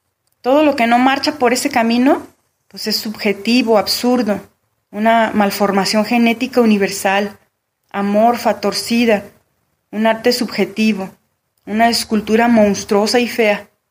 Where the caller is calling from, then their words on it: Zapopan, Jalisco, Mexico; de Zapopan, Jalisco, del maravilloso México